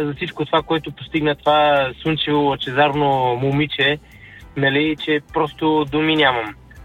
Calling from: London, United Kingdom; от Лондон.

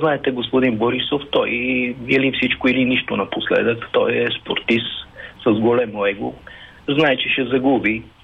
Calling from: Sofia, Sofia City, Bulgaria; от София.

